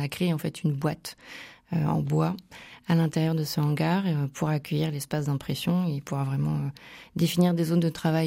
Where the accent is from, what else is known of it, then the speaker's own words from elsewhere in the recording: Bourgogne-Franche-Comté, France; moved away as an adult; now in Charente, France; je ne suis pas du tout charentaise, je viens de Bourgogne, où c'est plutôt la gastronomie qui est mise en avant